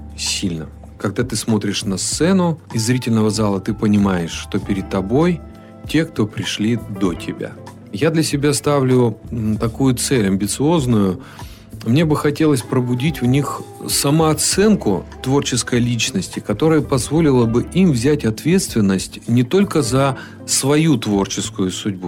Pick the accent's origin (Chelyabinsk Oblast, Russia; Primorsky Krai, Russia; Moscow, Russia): Chelyabinsk Oblast, Russia; Chelyabinsk; которой я горжусь, как любой челябинец.